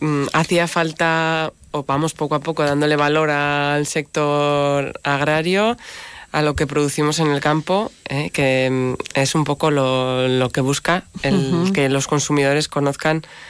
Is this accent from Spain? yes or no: yes; Spain; aunque estemos en unas zonas rurales, porque yo soy de la Ribera, nosotros vivimos en Rioforada